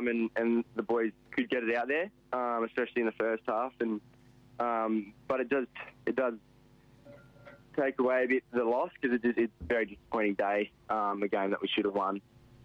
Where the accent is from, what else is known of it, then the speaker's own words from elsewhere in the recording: Western Australia, Australia; Yeah, so I'm from Dongarashley, which is 40 minutes south of Geraldton. So Geraldton's the East Fremantle zone, so that's why I grew up in the Perth zone